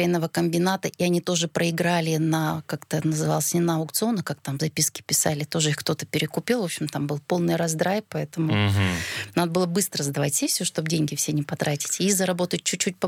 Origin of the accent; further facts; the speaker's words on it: Mozhga, Udmurtia, Russia; moved away as an adult; also born or lived in Izhevsk; now in Yekaterinburg, Russia; Родилась я, конечно, в ее столице, в Ижевске, но очень быстро родители с новорожденным ребенком вернулись к родителям, чтобы была какая-то помощь. Поэтому я из маленького города, 40 тысяч населения, из Можги, и приехала в Екатеринбург в 88-м году учиться.